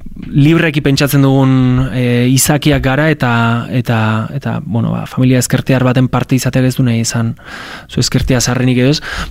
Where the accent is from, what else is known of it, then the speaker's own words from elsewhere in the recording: Azkoitia, Basque Country, Spain; azkoitiarra gara, herrian bizi gara, herrian bizi naiz, azkoitiarra naiz ez, eta oso, ba hori, toma tierra handia daukagu, daukat.